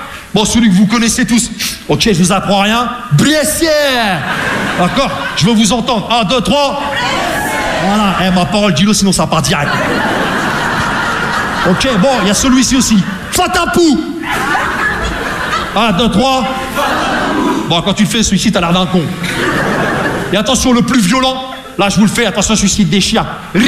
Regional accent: Rouen, Normandy, France; Parce que je viens de Rouen, tu vois, la Normandie, les Vikings, on est tous un peu des.

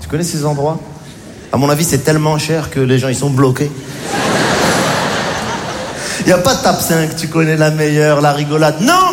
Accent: Morocco; born there

